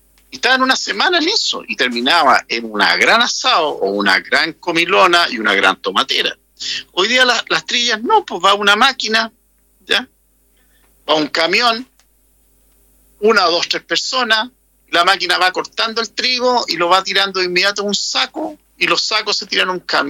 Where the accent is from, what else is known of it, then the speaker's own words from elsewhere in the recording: Santiago, Santiago Metropolitan Region, Chile; also born or lived in southern Chile; Yo, como soy mitad santiaguino, mitad sureño